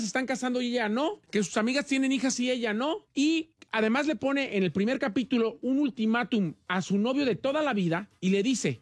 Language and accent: Spanish; Mexico; nosotros como mexicanos o la cultura mexicana, no tenemos la cultura del psicólogo.